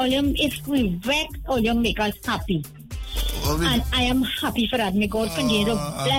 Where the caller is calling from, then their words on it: San Fernando, Trinidad & Tobago; I'm from Torredale.